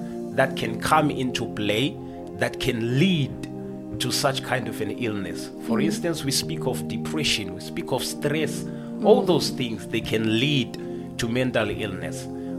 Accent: Centurion, Gauteng, South Africa; I'm coming from Oliven Houtbosch here in Centurion, and I'm fellowshipping in Lion of Judah Bible Church that is under Reverend Mike Mahowa.

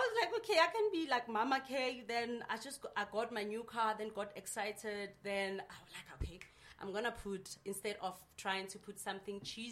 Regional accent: Limpopo, South Africa; now in Gauteng, South Africa; I was born in Gauteng, but bred in Limpopo, then cooked in Gauteng

